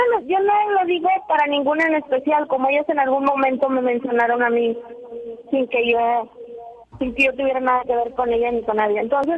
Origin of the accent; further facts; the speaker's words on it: Monterrey, Nuevo León, Mexico; incluso entre ellas y las que somos de Monterrey, las que no somos de aquí